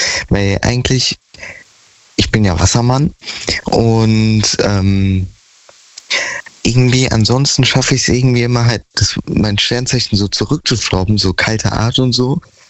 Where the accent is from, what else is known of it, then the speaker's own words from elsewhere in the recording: Mainz, Rhineland-Palatinate, Germany; Immer noch aus Mainz.